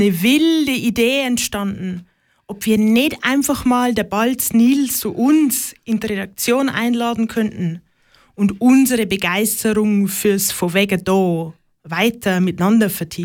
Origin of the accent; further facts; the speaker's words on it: Germany; selbst für mich als Deutsche.